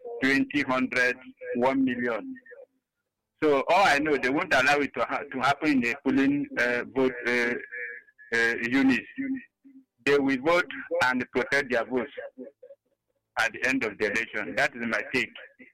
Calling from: Ogun, Nigeria; I'm reaching you from Ogun.

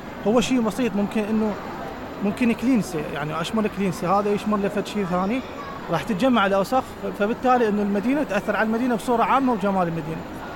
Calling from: Basra Governorate, Iraq

